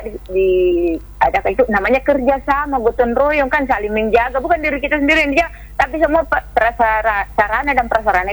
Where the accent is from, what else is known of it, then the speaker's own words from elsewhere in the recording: Makassar, South Sulawesi, Indonesia; Contoh dari saya dari Kota Daeng kok ke sini, alhamdulillah subur tanamanku.